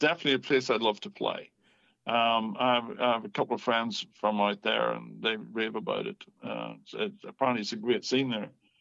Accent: Ireland; also born or lived in Leeds, United Kingdom; now in Los Angeles, United States; I was born in Ireland, brought up there, and then I moved to the north of England, to Leeds, where we formed a band. And after that, I moved to Germany, lived in Hamburg for a while.

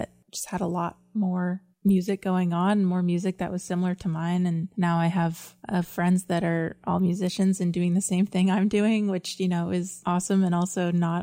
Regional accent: Tucson, Arizona, United States; I'm from Tucson, Arizona, originally

